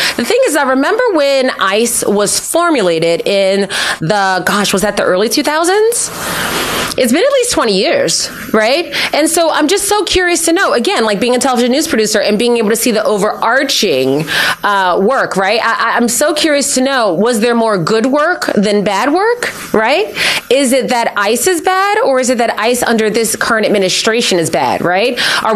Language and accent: English; Philadelphia, Pennsylvania, United States; born or raised there